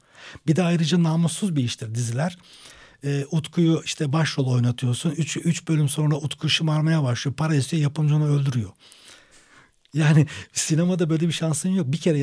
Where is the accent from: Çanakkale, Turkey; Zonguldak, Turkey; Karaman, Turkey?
Çanakkale, Turkey; Çan; born there; sadece doğduğum kasaba, Çanakkale'nin Çan ilçesindeki yerel bir muhabir var